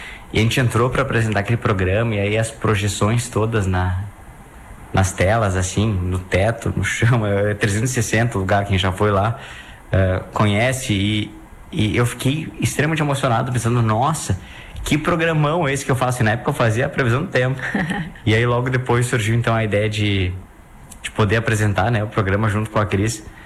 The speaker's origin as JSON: {"language": "Portuguese", "town": "Caxias do Sul", "region": "Rio Grande do Sul", "country": "Brazil", "tie": "born there", "said": "Nasci lá em Caxias."}